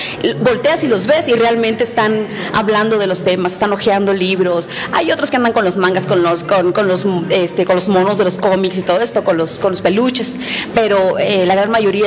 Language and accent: Spanish; Hermosillo, Sonora, Mexico; vengo de Hermosillo, Sonora, en la jornada sonorense